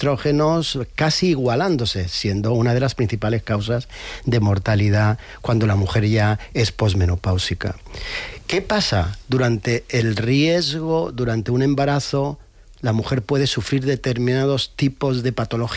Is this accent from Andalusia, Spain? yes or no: yes; Jaén, Andalusia, Spain; En mi tierra, en Jaén, me regañaron un día porque dije...